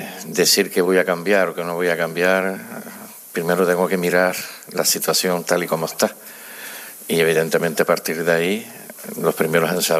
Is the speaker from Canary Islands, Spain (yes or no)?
yes; Canary Islands, Spain; que como canario, pues para mí, como canario y como amor que tengo a la Unión Deportiva en Las Palmas